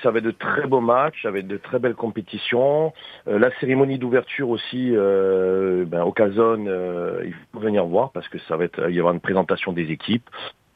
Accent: Bonifacio, Corsica, France; quand je suis rentré à Bonifacio, j'avais 19 ans, entre 19 et 20 ans

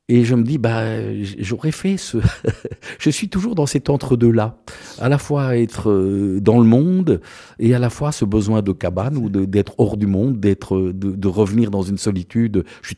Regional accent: Marloie, Wallonia, Belgium; à Marlois précisément, la terre de ma terre natale

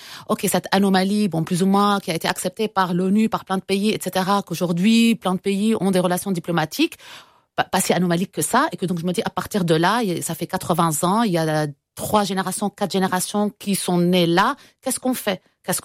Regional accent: Lebanon; nous, en tant que Libanais

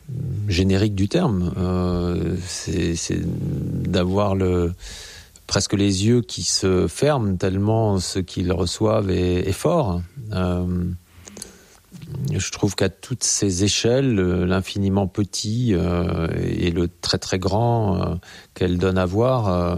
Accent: Grenoble, Auvergne-Rhône-Alpes, France; born there; puisque je suis né à Grenoble, donc il y avait le sapet, des plateaux autour de Grenoble.

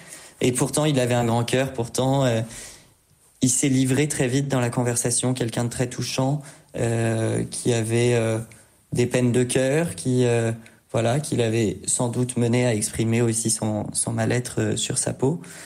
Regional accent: France; Jamais je n'ai ouvert ma porte, chez moi en France, à un inconnu, en disant, vous êtes ici, chez vous.

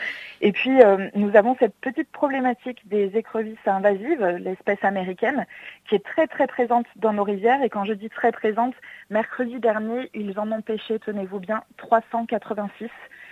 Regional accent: Auvergne-Rhône-Alpes, France; chez nous dans le Cantal

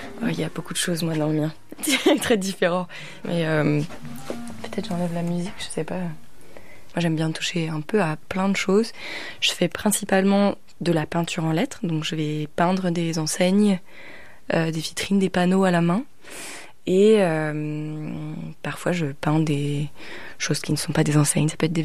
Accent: Brittany, France; Moi j'aime bien faire le lien parce que j'ai grandi à Poulerussier

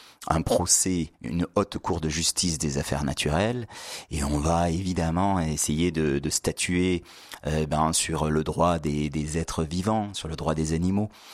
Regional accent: Avignon, Provence-Alpes-Côte d'Azur, France; born there; Moi, je suis né à Avignon.

